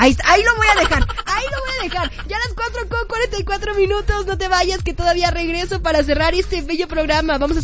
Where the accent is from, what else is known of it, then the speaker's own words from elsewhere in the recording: Guerrero, Mexico; now in Mexico City, Mexico; ¿Será porque justamente como soy de Guerrero ya me acostumbré acá a los movimientos bruscos?